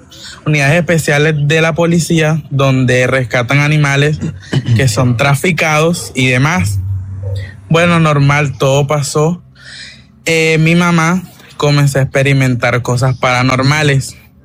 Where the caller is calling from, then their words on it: Barranquilla, Atlántico, Colombia; yo soy de acá, de Barranquilla.